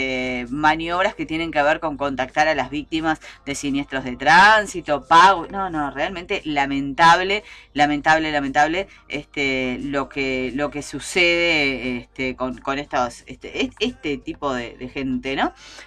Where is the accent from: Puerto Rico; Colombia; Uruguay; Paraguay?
Uruguay; Barros Blancos, Canelones; born there; Yo soy de Barros Blancos, viví parte de mi infancia y de mi adolescencia allá